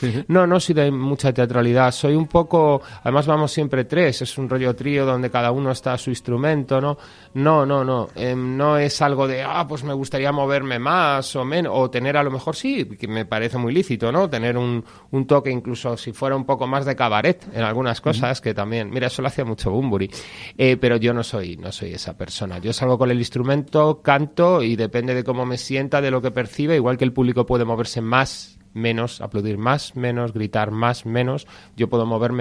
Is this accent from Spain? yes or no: yes; Madrid, Community of Madrid, Spain; Pero yo soy de Carabanchel, sí, más que no he conocido otra cosa.